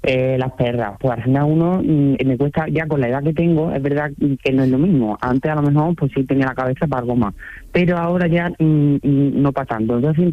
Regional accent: Córdoba, Andalusia, Spain; born there; also born or lived in Seville / Granada; now in Málaga, Spain; Pues mira, yo soy nacido en Córdoba. Entonces, pues en mi ciudad, evidentemente, en Sevilla, en Granada y en Málaga, que es donde estoy a día de hoy viviendo y trabajando.

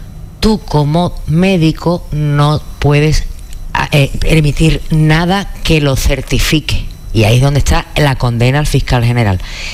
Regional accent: Andalusia, Spain; como buenos andaluces que somos

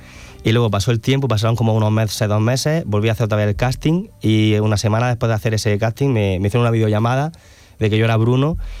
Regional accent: Andalusia, Spain; yo como andaluz

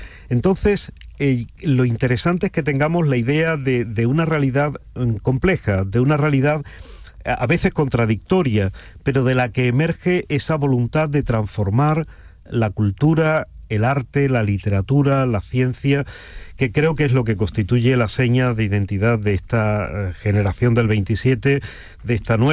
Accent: Huelva, Andalusia, Spain; yo que además soy andaluz periférico de Huelva

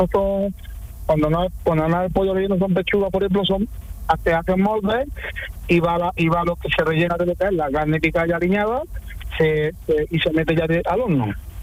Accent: Posadas, Andalusia, Spain; Yo soy de Posada.

